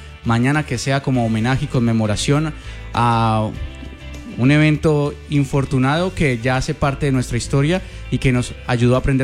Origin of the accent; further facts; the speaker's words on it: Cali, Valle del Cauca, Colombia; unirnos como caleños